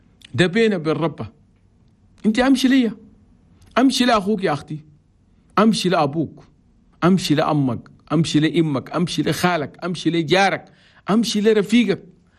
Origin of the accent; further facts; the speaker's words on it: Chad; نطلب من كل اخواني تشاديا في 23 ولايه انا بلدنا تشاد بلد توماي